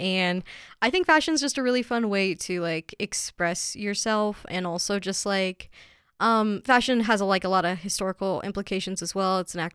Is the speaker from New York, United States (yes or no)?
no; Colorado, United States; So I'm born and raised in Colorado my whole life.